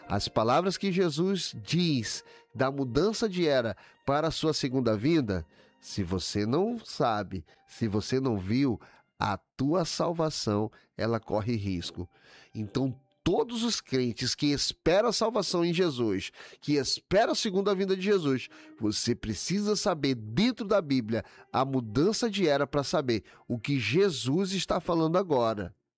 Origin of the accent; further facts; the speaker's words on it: Dom Pedro, Amazonas, Brazil; Eu fui criado aí no Dom Pedro, meus irmãos. Morei um certo tempo aí.